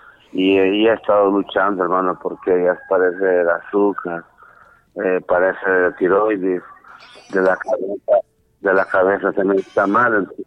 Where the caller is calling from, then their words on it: Comayagua, Honduras; soy de Comayagua, vivo en la colonia de Barriapa.